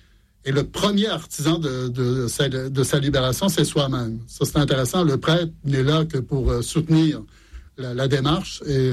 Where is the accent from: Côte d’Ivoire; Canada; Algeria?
Canada; Montreal, Quebec; born or raised there; moved away as an adult; now in France